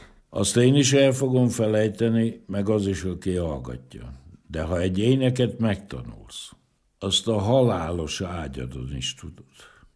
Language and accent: Hungarian; Hungary; Én egy magyar ember vagyok, akinek van hagyománya, amit az apjától meg az anyjától tanult.